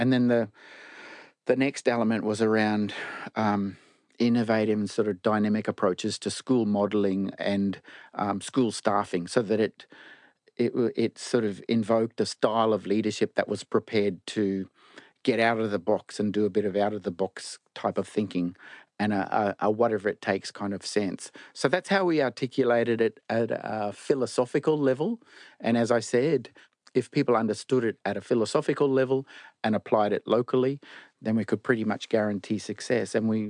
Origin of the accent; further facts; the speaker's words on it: Bundaberg, Queensland, Australia; I'm from Bundaberg, I was working in Cherbourg, and as a black fella